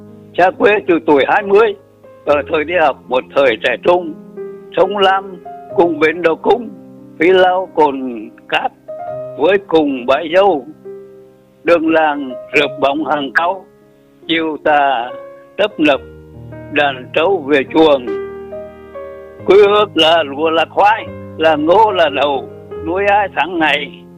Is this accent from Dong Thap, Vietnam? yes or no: no; Nghệ An, Vietnam; moved away as an adult; Tôi quê sống bốn xã Trung Sơn, bây giờ là xã Thuận Trung, xã quê từ 1962.